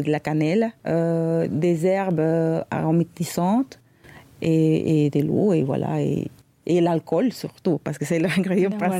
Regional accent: Ecuador; French is a second language; Bon, quand on est arrivé, je disais que je venais d'Équateur, ils croyaient que c'était de l'Afrique.

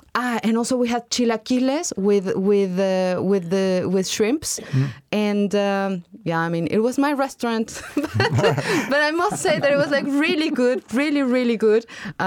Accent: Mexico; every time that I said I'm from Mexico, it's like, oh really, do you have drugs?

